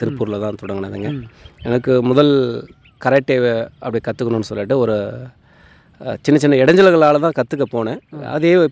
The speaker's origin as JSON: {"language": "Tamil", "area": "Salem district", "region": "Tamil Nadu", "country": "India", "tie": "born or raised there", "moved": "as an adult", "lives_now": "Tiruppur, India", "said": "Sir Salem மாவட்டம் காடியம்பட்டி தாலுக்கா கேமோரூர் கிராமம் sir."}